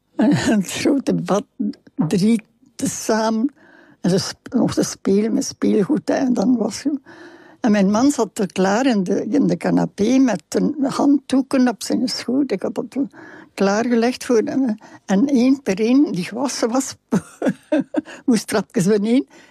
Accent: Flanders, Belgium; Ja maar, ik ben een Vlaming.

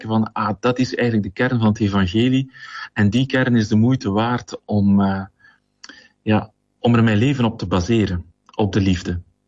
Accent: Kortrijk, Flanders, Belgium; Heel kort … Ik ben afkomstig uit Kortrijk, gehuwd.

